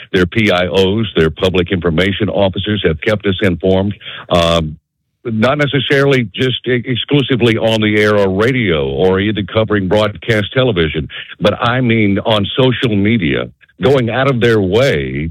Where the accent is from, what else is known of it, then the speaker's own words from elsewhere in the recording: Tuscaloosa County, Alabama, United States; now in Northwest Florida, United States; Tuscaloosa County, which is my hometown